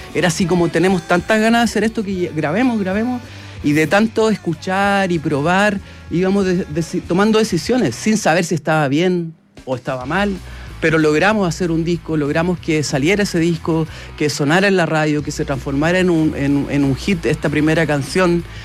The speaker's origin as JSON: {"language": "Spanish", "town": "San Carlos", "region": "Ñuble", "country": "Chile", "said": "es que nosotros somos de San Carlos, ¿cachai?"}